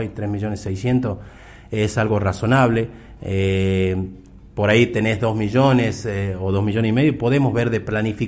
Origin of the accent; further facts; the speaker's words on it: Las Lajitas, Salta, Argentina; moved away as an adult; now in Salta, Argentina; Nací y criado en Las Lajitas.